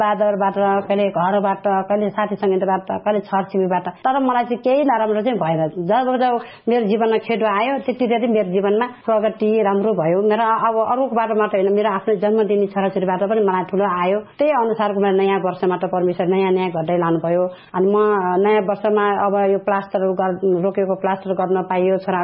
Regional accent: Kathmandu, Bagmati, Nepal; moved away; मेरो घर चाहिँ कोटेश्वर हो। अहिले चाहिँ कोटेश्वरबाट म सानो गाउँ सरेको छु, त्यो नयाँ घरमा, अनि त्यहाँ सानो गाउँमा बस्छु।

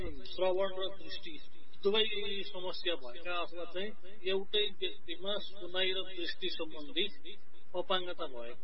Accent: Dhading, Bagmati, Nepal; also born or lived in Kathmandu; now in Pokhara, Nepal; मेरो खास घर चाहिँ धादिङ हो, म अहिले पोखरा बस्छु र बाल्यकाल धादिङतिरै बित्यो, त्यसपछि काठमाडौँमा पढियो, पछि जागिरको सिलसिलामा पोखरा आयो

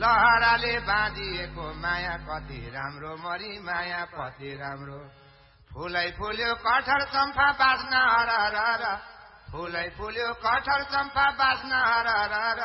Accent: Thanthing, Bagmati, Nepal; थोदा जिल्ला परे नुवाकोट थान्थिङ मेरो गाउँ

